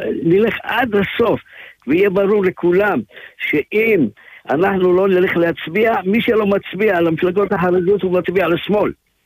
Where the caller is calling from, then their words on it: Ofakim, Southern District, Israel; אני אגיד באופקים